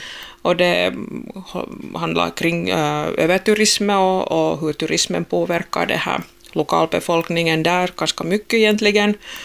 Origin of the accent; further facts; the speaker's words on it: Bjärnå, Southwest Finland, Finland; alltså jag sa ju att jag är från Bjärnå